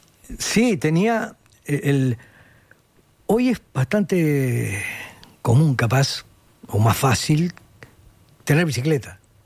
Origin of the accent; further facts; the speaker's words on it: Montevideo, Uruguay; also born or lived in Florida, Uruguay; Entonces en Florida yo tenía varios tíos. O sea, yo soy nacido en Florida, pero viví siempre en Montevideo. Yo iba en las vacaciones. Mamá era nacida en La Cruz, en Florida.